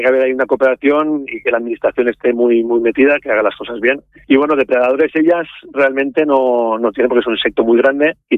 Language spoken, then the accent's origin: Spanish; Les Alqueries, Valencian Community, Spain; Sí, yo soy del pueblo de Salquerías, Salquerías del Niño Perdido.